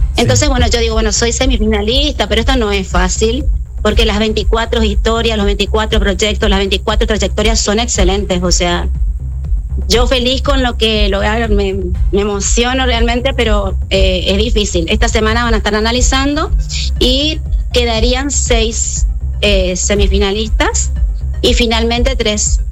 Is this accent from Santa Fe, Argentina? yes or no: no; Goya, Corrientes, Argentina; moved away as an adult; now in Corrientes, Argentina; yo no soy correntina, soy goyana.